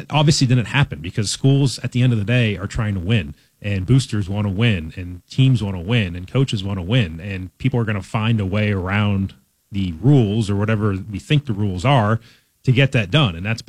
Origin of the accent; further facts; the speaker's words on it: Buffalo, New York, United States; moved away; They didn't have them in Buffalo. And I came from Buffalo down here.